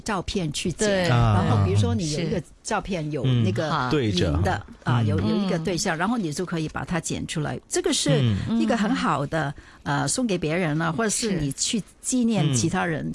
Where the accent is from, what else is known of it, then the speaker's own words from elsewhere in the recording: China; 因为我们是中国人嘛，因为我是觉得我学习了这个压花是欧美还有日本的艺术，不过我是觉得我们应该把我们中国的艺术放进去